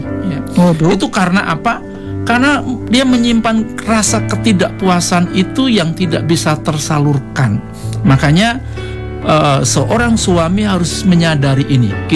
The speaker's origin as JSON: {"language": "Indonesian", "region": "Java", "country": "Indonesia", "said": "Seperti saya dengan Ibu Oli, saya Jawa, Ibu Oli itu orang Ambon, itu pola seleranya makan sudah berbeda sekali."}